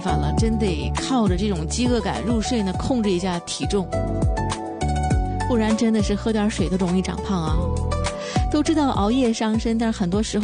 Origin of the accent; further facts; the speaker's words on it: Dalian, Liaoning, China; 甚至是编剧导演都是咱们大连人